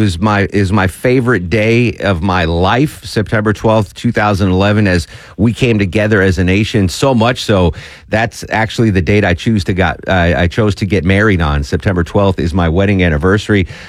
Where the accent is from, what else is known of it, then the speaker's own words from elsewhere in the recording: Connecticut, United States; Yeah, I grew up in Connecticut, and my dad always had